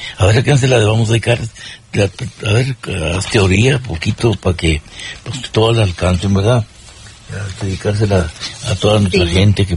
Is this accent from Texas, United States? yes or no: yes; Texas, United States; Perrington, Texas, mi pueblo querido